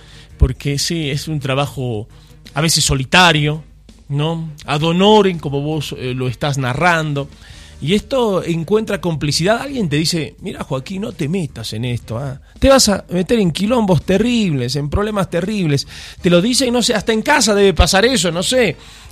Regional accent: Bolivia; born there; somos bolivianos todos, hemos nacido acá

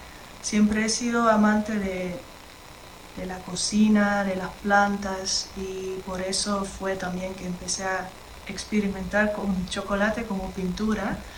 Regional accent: Amsterdam, North Holland, Netherlands; now in London, United Kingdom; soy artista plástica, vivo en Londres ahora, pero soy originalmente de Ámsterdam, de Holanda

